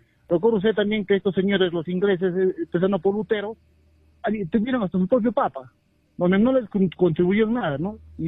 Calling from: Peru

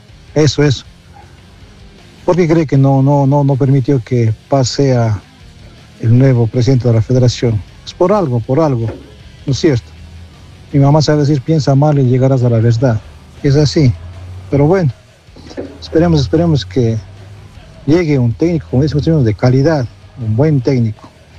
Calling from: Ecuador

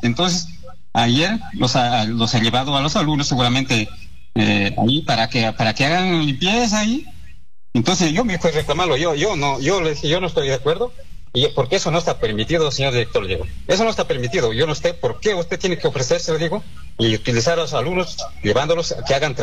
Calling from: Asunción district, Cajamarca, Peru; Estoy llamando de acá, del distrito de la Asunción.

